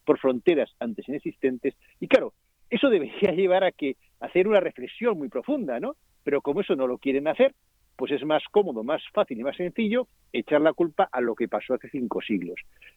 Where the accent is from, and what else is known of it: Spain